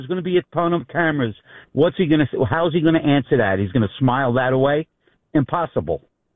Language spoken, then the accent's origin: English; New York City, New York, United States; I grew up in Queens.